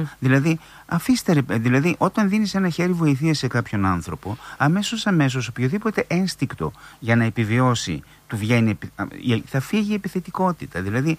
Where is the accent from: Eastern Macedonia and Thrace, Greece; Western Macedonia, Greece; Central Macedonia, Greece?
Eastern Macedonia and Thrace, Greece; Didymoteicho; σε χωριό μεγάλωσα στο Διδημότυχο